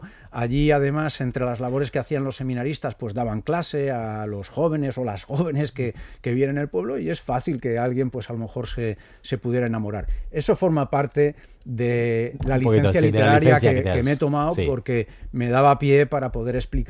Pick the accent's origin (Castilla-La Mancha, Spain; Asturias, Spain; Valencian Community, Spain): Valencian Community, Spain; Alicante; para los que somos alicantinos